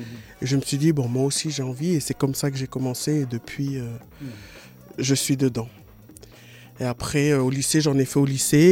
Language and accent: French; Hauts-de-France, France; J'ai grandi à Touau, dans le Nord.